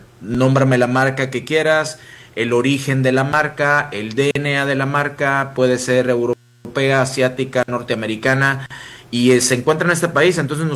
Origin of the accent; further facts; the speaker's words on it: Mexico; Todo el equipo de ejecutivos, ingenieros que conformamos este grupo, somos mexicanos 100%. Fuimos estudiados en México.